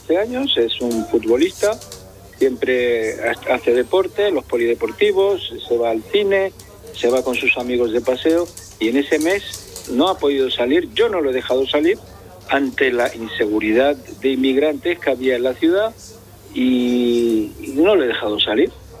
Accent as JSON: {"language": "Spanish", "region": "Ceuta", "country": "Spain", "said": "Los que somos de Ceuta y vemos el día a día"}